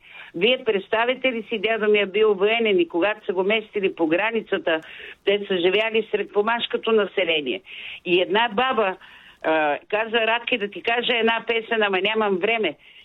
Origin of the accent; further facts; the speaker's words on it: Plovdiv, Plovdiv Province, Bulgaria; born there; Ние сме родени сестра ми в Пловдив. Баща ми беше кореняк пловдивчанин.